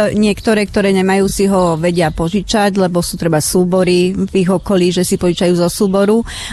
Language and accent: Slovak; Trnava Region, Slovakia; ja som zo Záhoria